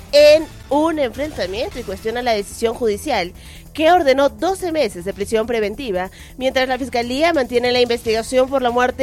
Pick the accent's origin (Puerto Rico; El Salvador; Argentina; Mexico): El Salvador; En mi país, El Salvador.